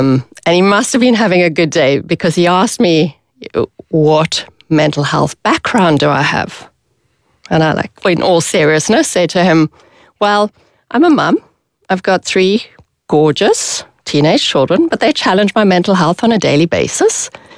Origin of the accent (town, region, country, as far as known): South Africa; moved away as an adult; now in Ireland